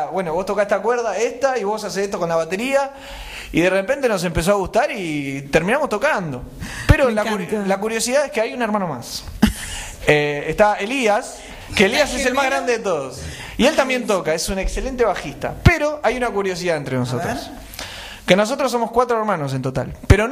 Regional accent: Morón, Buenos Aires Province, Argentina; Nosotros somos del oeste, somos de Morón.

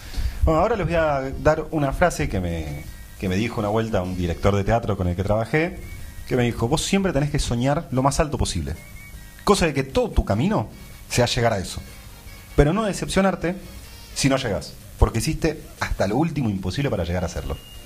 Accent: San Fernando, Buenos Aires Province, Argentina; yo soy de San Fernando

